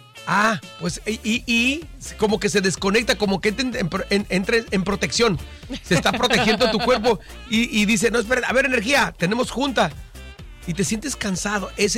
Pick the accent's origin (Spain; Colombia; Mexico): Mexico; para nosotros mexicanos